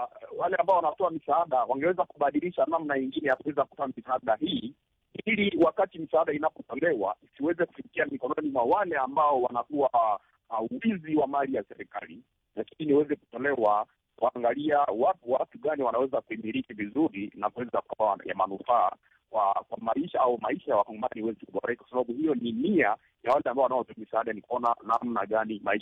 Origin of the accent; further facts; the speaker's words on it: DR Congo; wakongomani tunaweza